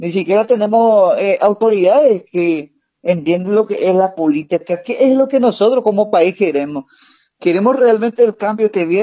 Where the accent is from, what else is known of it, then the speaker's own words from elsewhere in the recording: Irala Fernández, Presidente Hayes, Paraguay; Hoy nos toca estar en lo que es el distrito de Irala Fernández, nacido y mal criado dentro de lo que es el complejo de la cultura indígena.